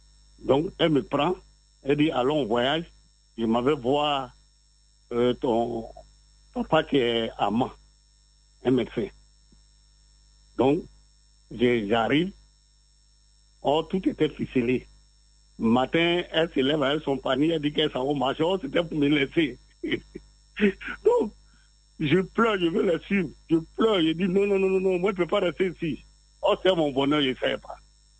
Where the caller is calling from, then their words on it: Abidjan, Côte d’Ivoire; J'appelle lors des deux plateaux.